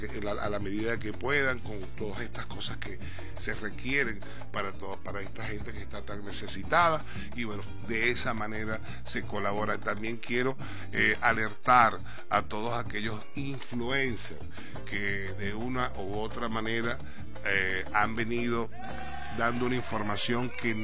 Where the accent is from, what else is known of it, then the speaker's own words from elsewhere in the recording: Venezuela; ese dolor, como venezolanos que somos.